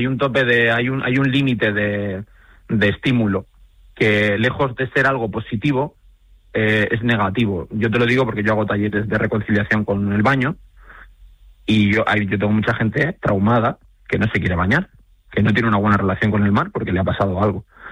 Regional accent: Canary Islands, Spain; Siendo canario, de hecho, debería estar dentro de los mandamientos, ¿no?

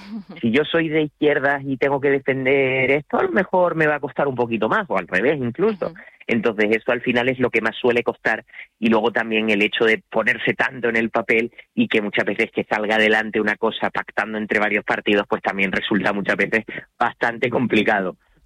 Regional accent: Canary Islands, Spain

